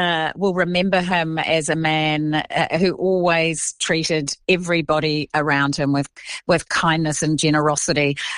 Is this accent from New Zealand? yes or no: yes; New Zealand; He would always see me as a Kiwi